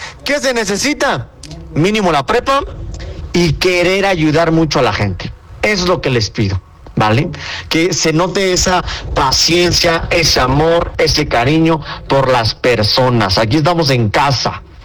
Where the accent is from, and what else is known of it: Mexico